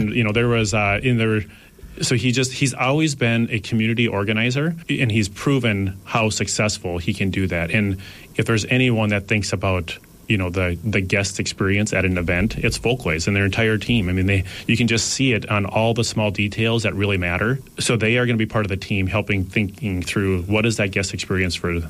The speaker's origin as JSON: {"language": "English", "town": "Wahpeton", "region": "North Dakota", "country": "United States", "said": "Yes, I'm from Wahpeton, and I grew up in my family owned a landscape construction business."}